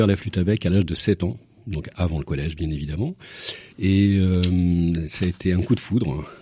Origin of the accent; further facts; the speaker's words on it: Nantes, Pays de la Loire, France; Je suis nantais, juste à côté de Nantes.